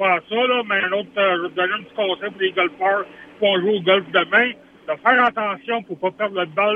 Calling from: Toronto, Ontario, Canada; je suis à Toronto

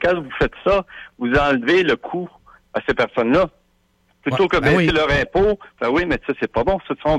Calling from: Montreal, Quebec, Canada; Moi, je suis de Montréal.

